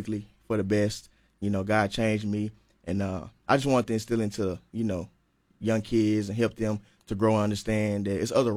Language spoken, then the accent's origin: English; North Little Rock, Arkansas, United States; I grew up in North Little Rock. Not really a good area.